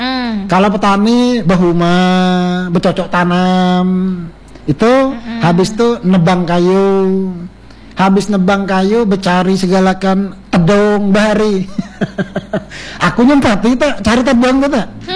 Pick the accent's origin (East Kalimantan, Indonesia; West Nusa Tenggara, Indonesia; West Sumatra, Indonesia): East Kalimantan, Indonesia; karena bahasa Kutai ini adalah jati diri etam sebagai asli orang Kalimantan Timur.